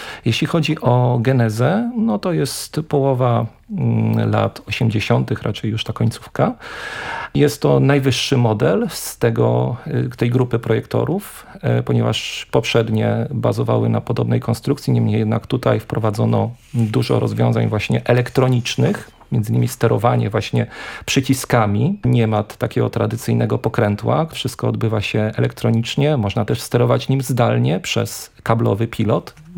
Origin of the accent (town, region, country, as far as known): Łódź, Łódź Voivodeship, Poland